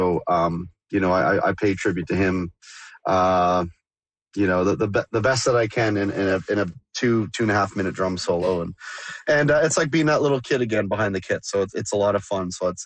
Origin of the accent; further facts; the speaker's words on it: North Bay, Ontario, Canada; growing up in North Bay was a huge military city. So I was around a lot of aviation, a lot of music, and a lot of hockey.